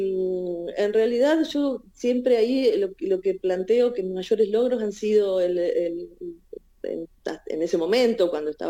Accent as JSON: {"language": "Spanish", "town": "Lobería", "region": "Buenos Aires Province", "country": "Argentina", "moved": "as an adult", "lives_now": "Tandil, Argentina", "said": "yo soy de Lobería, los dos, mi marido y yo, los dos somos de Lobería, y cuando nació nuestro segundo hijo decidimos venirnos a Tandil, a un lugar donde familiarmente cero."}